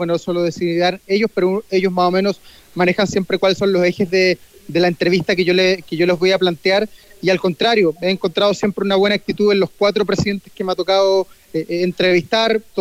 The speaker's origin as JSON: {"language": "Spanish", "town": "Punta Arenas", "region": "Magallanes and Chilean Antarctica", "country": "Chile", "tie": "born or raised there", "also_born_or_lived": "Valparaíso", "moved": "yes", "lives_now": "Santiago, Chile", "said": "Yo soy de Punta Arenas, soy un hombre que viene de la Patagonia, de la región más región del mundo, soy un hijo de Punta Arenas"}